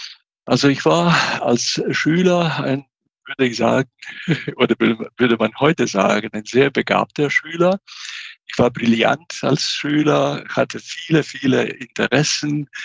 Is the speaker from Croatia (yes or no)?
yes; Croatia; moved away; Ich bin in Kroatien geboren und aufgewachsen in einer sehr netten, mittelgroßen Stadt an der Adriaküste.